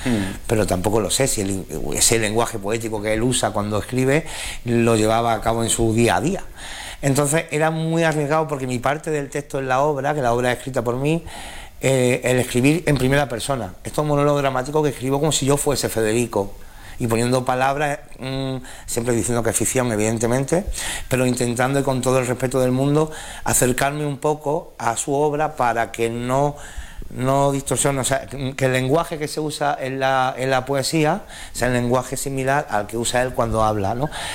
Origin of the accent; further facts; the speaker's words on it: San Juan, Andalusia, Spain; now in Linares, Spain; Yo soy de San Juan, vivo en Linares, tenemos el acento que tenemos y tenemos el habla que tenemos